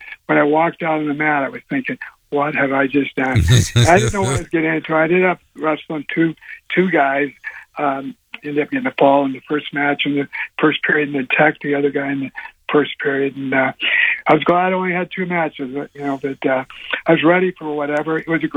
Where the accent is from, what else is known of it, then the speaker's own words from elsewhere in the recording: Las Vegas, Nevada, United States; I'm from Vegas